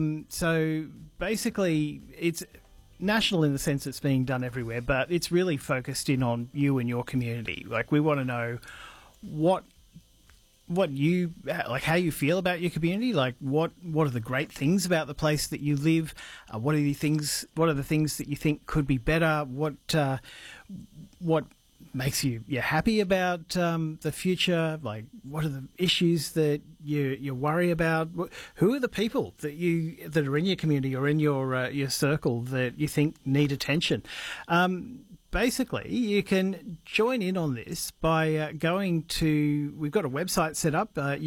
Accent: Cairns, Queensland, Australia; I was going through some old photos the other night growing up in Cairns.

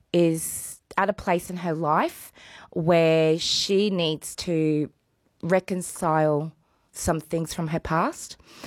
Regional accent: Cloncurry, Queensland, Australia; Yeah, so I was born in Cloncurry. So, you know, we say … from Cloncurry.

